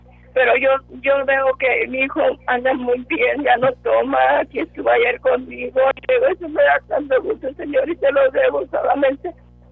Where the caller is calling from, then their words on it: Matamoros, Tamaulipas, Mexico; de aquí de Matamoros